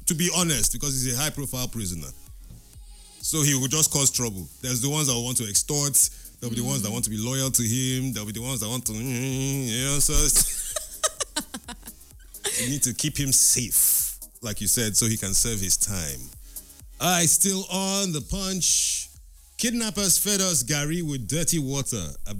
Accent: Nigeria; I will go as a child of Nigeria.

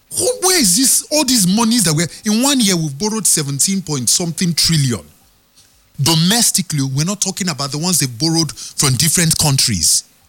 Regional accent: Nigeria; I'm a Nigerian that I do not know if I should say, I do not count myself in the middle class anymore.

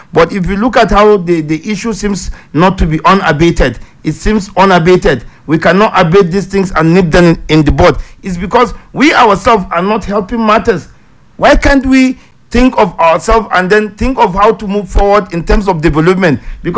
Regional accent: Nigeria

